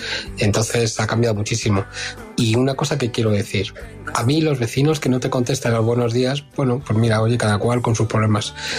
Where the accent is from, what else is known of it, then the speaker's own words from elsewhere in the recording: Madrid, Community of Madrid, Spain; de Madrid. Lo primero decir que la vecindad ha cambiado mucho desde que yo era pequeño ahora. Yo antes conocía a todos los vecinos